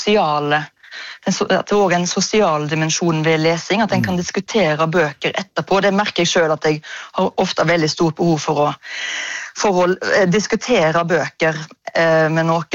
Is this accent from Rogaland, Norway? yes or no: yes; Ølen, Rogaland, Norway; så kjørte vi til Mosjøen fra Ølen, der jeg vokste opp